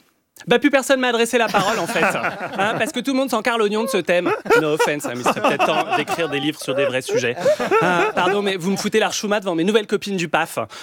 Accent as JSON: {"language": "French", "country": "France", "accent": "French", "said": "j'espère que mon joueur de hockey ne sera pas dérangé par mon accent français"}